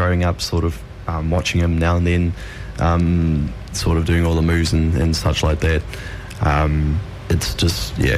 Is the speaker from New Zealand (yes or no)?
yes; New Zealand; Yes, born and raised in New Zealand.